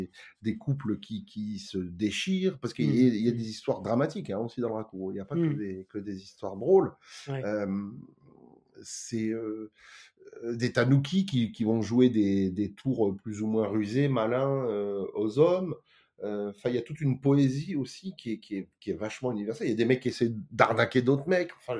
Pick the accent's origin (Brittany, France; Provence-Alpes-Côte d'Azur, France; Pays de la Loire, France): Provence-Alpes-Côte d'Azur, France; Nice; moved away as an adult; now in Japan; Je joue régulièrement aussi au musée des Arts Asiatiques de Nice. Donc là, c'est ma ville natale.